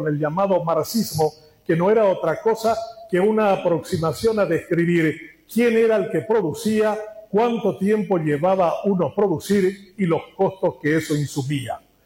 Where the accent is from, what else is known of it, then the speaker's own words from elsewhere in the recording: Paraguay; De la única revolución de la que somos contemporáneos los paraguayos